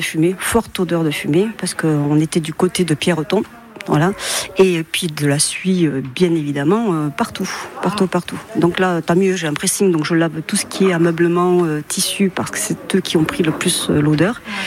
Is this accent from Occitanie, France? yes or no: yes; Toulouse, Occitanie, France; Certainement, je suis toulousaine. Il faut que j'aille à Toulouse le fêter.